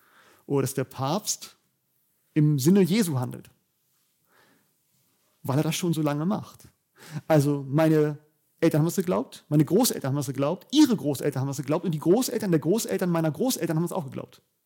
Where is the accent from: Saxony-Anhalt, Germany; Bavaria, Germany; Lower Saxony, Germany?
Bavaria, Germany; In dem Dorf, wo ich gerade wohne, ich komme aus Bayern